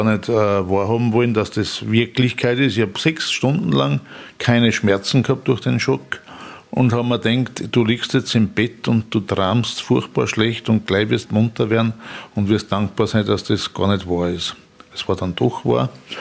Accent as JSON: {"language": "German", "region": "Upper Austria", "country": "Austria", "tie": "born or raised there", "said": "Wir haben da eher Ebene, aber wenn ich in meine Heimat fahre, da fängt dann der Kobernausserwald an und so, da wird schon sehr hügelig und waldig."}